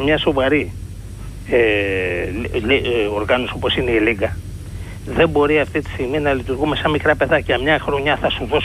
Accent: Piraeus, Attica, Greece; από Πειραιά.

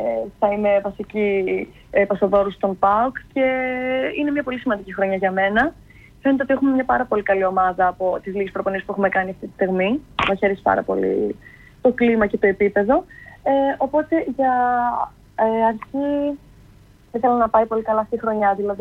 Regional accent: Peraia, Central Macedonia, Greece; στην ομάδα μου εδώ πέρα, στην πόλη μου, στην περιοχή μου, στην Περέα

